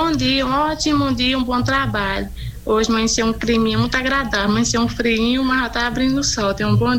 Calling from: Brazil; aqui do Sítio Meleiro.

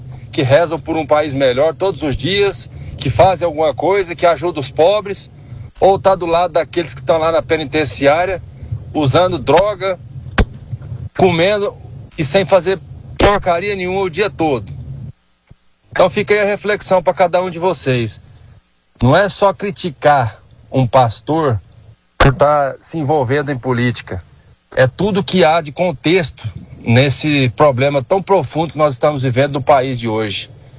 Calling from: Anápolis, Goiás, Brazil; sou de Anápolis.

